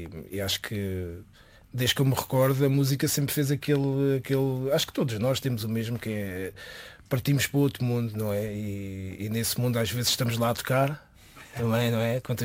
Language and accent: Portuguese; Peniche, Centro, Portugal; born or raised there